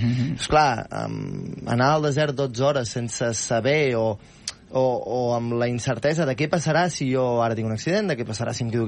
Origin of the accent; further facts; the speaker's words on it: Girona, Catalonia, Spain; Jo soc de Girona, llavors...